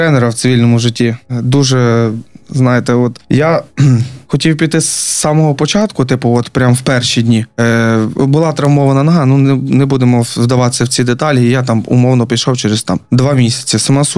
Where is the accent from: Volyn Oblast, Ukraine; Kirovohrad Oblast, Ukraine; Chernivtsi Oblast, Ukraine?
Volyn Oblast, Ukraine; Для мене дуже, воно мені дуже схоже на мою рідну область Волинську.